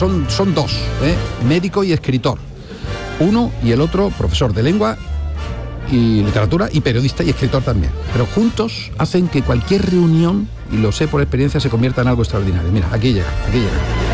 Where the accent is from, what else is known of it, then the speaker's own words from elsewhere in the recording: Córdoba, Andalusia, Spain; Yo de Córdoba.